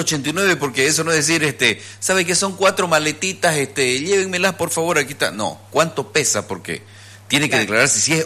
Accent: Bolivia; Y nosotros somos bolivianos comunes.

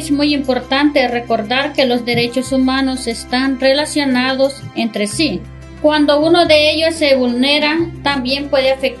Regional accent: Ciudad Romero, Usulután, El Salvador; soy de Ciudad Romero

